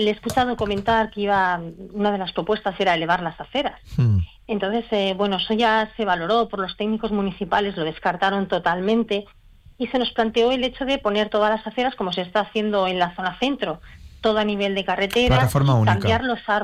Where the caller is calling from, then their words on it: Spain; soy vecina también de Portalada.